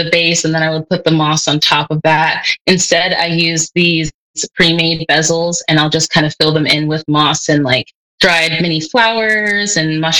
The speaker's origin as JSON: {"language": "English", "town": "Lawrence", "region": "Kansas", "country": "United States", "tie": "born or raised there", "lives_now": "Kansas City, United States", "said": "I grew up in Lawrence. So when I first graduated, I like stayed in Lawrence for like just a couple months."}